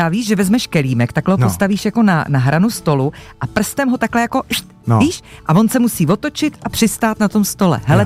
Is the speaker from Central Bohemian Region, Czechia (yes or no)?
no; Liberec Region, Czechia; já jsem z Jizerek, že jo, takže Jizerky, to je moje srdeční záležitost